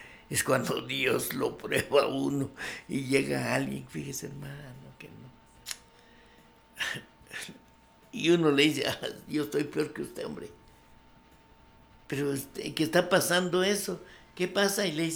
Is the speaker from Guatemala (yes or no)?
yes; Guatemala; Así somos los guatemaltecos.